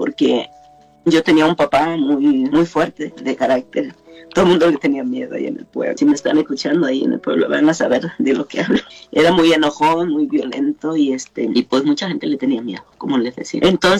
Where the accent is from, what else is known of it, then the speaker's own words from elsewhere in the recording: Acapulco, Guerrero, Mexico; Soy de Acapulco, Guerrero, de un pueblito que se llama Ejido Nuevo.